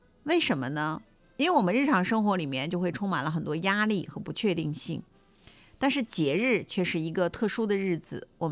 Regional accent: China; 我们中国人

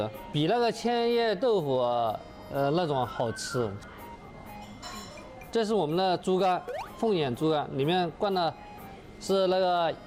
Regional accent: Nanchong, Sichuan, China; now in Dalian, China; 我是四川南充人，2001年8月6号就到大连。

